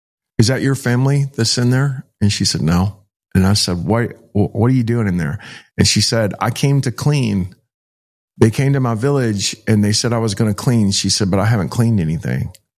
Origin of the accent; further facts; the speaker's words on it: Texas, United States; I'm from Texas. Where y'all from?